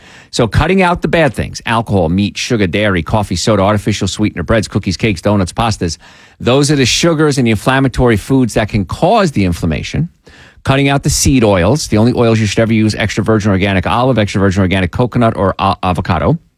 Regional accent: New Jersey, United States; And when I was young, I grew up in New Jersey.

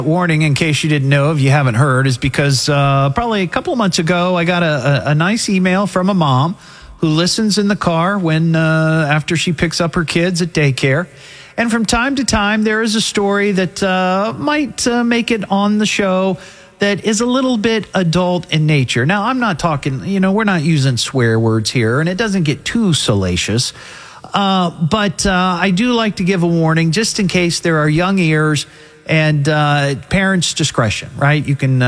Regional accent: Beavercreek, Ohio, United States; I'm going to be out in Beaver Creek celebrating the 4th in my hometown.

